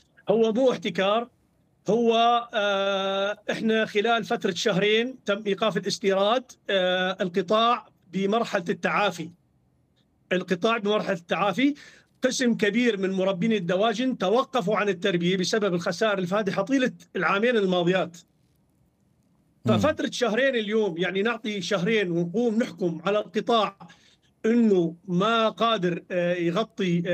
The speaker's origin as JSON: {"language": "Arabic", "country": "Syria", "said": "إحنا لغاية الآن عندنا في سوريا ما قبلنا ندخل البروتين الحيواني لما عرفنا منشأه. الاعتبارات وطنية عندنا."}